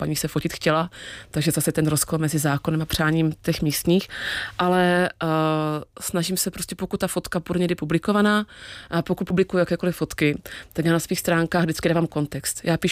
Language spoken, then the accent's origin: Czech; Olomouc, Olomouc Region, Czechia; Já jsem jako děvče z Olomouce původně. My jsme v Olomouci, když jsem byla malá, tak tam byl jeden jediný jako vlastně Afričan.